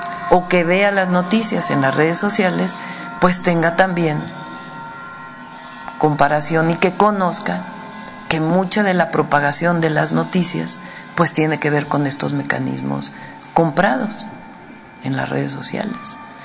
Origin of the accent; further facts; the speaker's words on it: Mexico; pero lo que más creo que debe interesarnos como mexicanas y mexicanos es cómo opera la propagación de estas noticias.